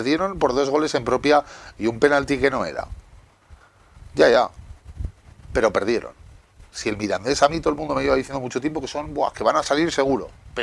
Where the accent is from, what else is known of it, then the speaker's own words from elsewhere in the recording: Zaragoza, Aragon, Spain; Y digo, joder, pues si estamos a la par y somos de Zaragoza solo.